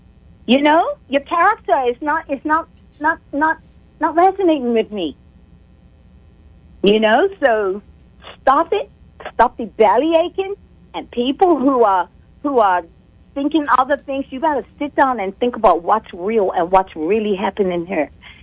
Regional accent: Bermuda; accent: Bermudian; I prefer my Bermudian accent over any other.

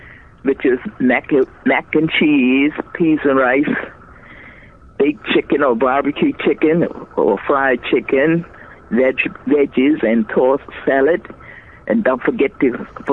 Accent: Somerset, Sandys Parish, Bermuda; I was born and bred in Somerset, so I am strictly Somerset.

